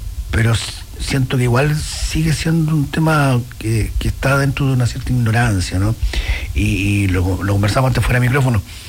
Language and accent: Spanish; Temuco, Araucanía, Chile; Yo soy de Temuco, yo soy prematuro, fui prematuro.